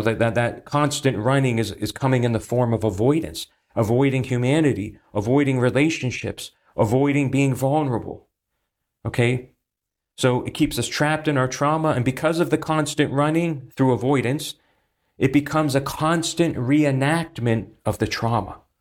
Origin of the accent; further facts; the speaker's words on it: Pennsylvania, United States; I remember when I was in seminary, I was driving back from Boston to go home to Eastern Pennsylvania.